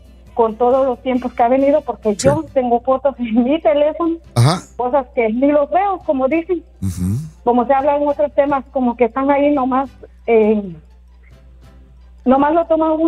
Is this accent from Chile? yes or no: no; Guatemala; mi abuela se peinaba con una línea por de medio y se hacía dos trenzas, porque yo soy de Guatemala.